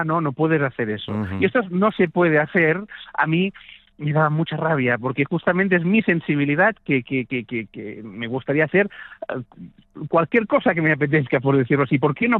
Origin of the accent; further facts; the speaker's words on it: Catalonia, Spain; also born or lived in New York; yo nunca quiero renunciar a mis raíces. Y me siento pues muy feliz de estar en mi país y de en fin, de tener una carrera en Cataluña y en España, ¿no?